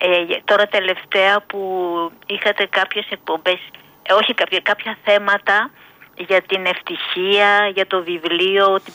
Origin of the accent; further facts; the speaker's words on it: Athens, Attica, Greece; moved away as an adult; now in Elliniko, Greece; Και εγώ έμενα χρόνια και γεννήθηκα στο ΜΕΤΣ. Εν τω μεταξύ, τώρα τα τελευταία 10 χρόνια έχουμε έρθει στο άλλο σπίτι που έχουμε στο ελληνικό.